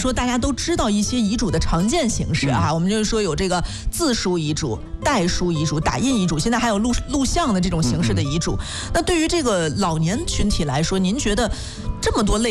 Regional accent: China; 我们中国人

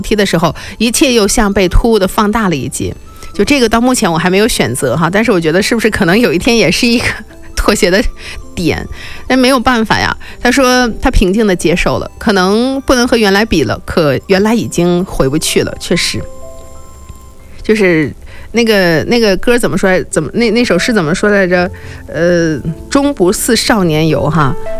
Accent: China

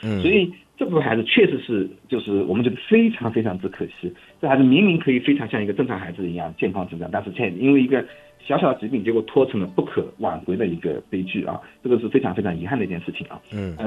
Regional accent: China; 我觉得其实作为一个中国人是很自豪的啊。

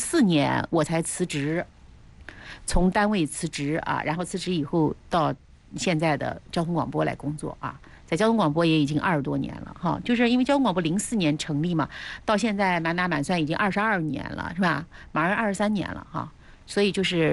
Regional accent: Tongling, Anhui, China; moved away as an adult; now in Hefei, China; 我住在桃花镇，兄弟，我老家是铜陵的，我是铜陵人啊。然后呢，高中毕业以后就到合肥了，就是高中毕业考上大学就到合肥了，然后后面30多年都在合肥啊。我93年就到合肥了

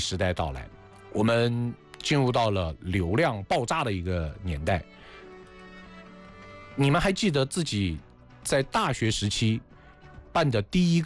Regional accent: Anhui, China; 当年我回到老家拨打外地电话，就因为我是安徽的

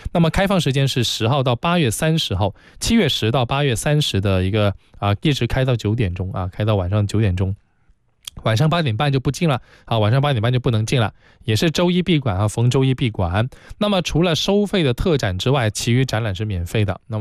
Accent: Guangdong, China; 我们广东人，真的是很多人在从小看他的作品看到大

